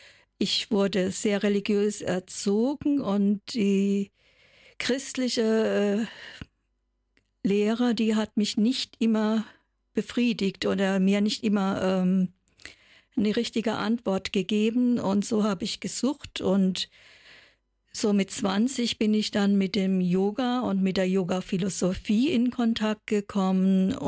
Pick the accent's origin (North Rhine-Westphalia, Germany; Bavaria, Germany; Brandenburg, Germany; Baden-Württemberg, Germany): Baden-Württemberg, Germany; accent: southern German; ich komme aus Süddeutschland, wie man das wohl hört von der Sprachmelodie. Ich komme aus dem Rhein-Neckar-Kreis.